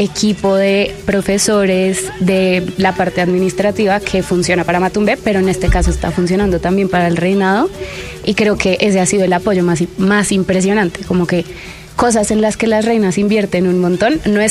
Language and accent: Spanish; Bogota, Bogotá Capital District, Colombia; nosotros los cachacos somos muy protagonistas de esta fiesta